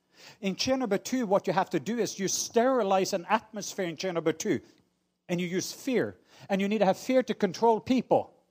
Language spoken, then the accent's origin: English; Norway; now in Atlanta, United States; I'm Norwegian, by the way. I know some of you thought I was from Atlanta. I just live in Atlanta. I'm a missionary to America.